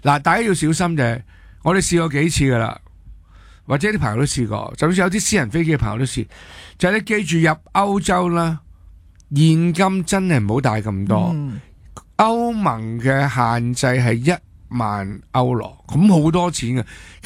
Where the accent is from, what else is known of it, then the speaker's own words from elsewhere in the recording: Hong Kong; 我唔系日本，我系中国香港。我唔系讲香港，我系中国嘅香港。九七年呢，我永远系中国香港嘅。